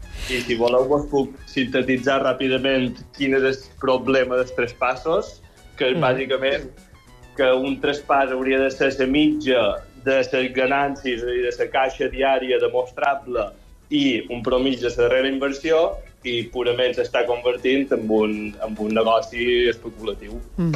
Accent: Montuïri, Balearic Islands, Spain

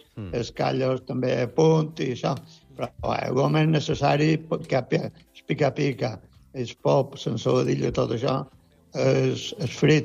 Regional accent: Sant Jordi, Balearic Islands, Spain; Som de poble, de Sant Jordi

